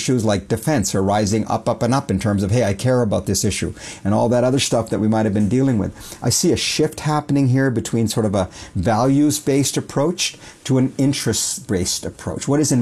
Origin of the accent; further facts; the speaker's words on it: Canada; It's been pretty darn easy being Canadian.